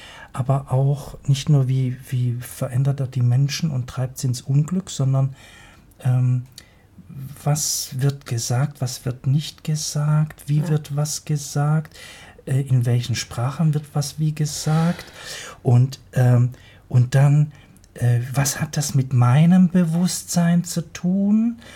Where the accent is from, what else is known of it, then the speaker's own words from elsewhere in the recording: Germany; Ich bin Deutscher, aber mit Liberté, Égalité, Fraternité.